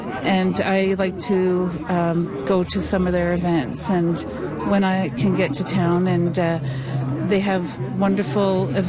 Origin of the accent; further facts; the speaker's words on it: Newfoundland and Labrador, Canada; also born or lived in Toronto; Originally, Toronto. I don't normally mention that. I usually always say I'm from Newfoundland because that's where I grew up and that this is the place that I'm most comfortable. It's a beautiful province.